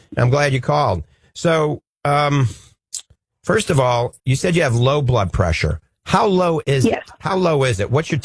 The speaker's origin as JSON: {"language": "English", "town": "New Orleans", "region": "Louisiana", "country": "United States", "said": "And I'm right behind you, and I'm from New Orleans as well."}